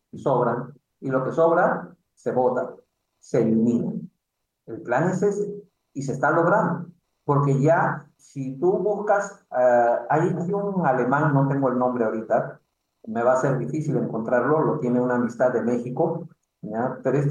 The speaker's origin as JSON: {"language": "Spanish", "country": "Peru", "said": "Otra la tengo aquí en mi país, en el Perú"}